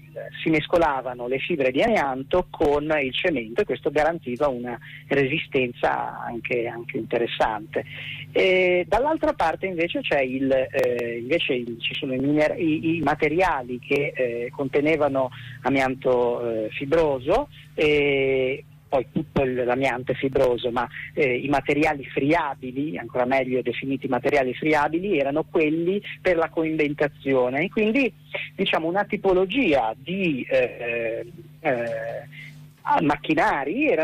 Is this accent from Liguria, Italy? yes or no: yes; Liguria, Italy; io da Ligure sono abbastanza orgoglioso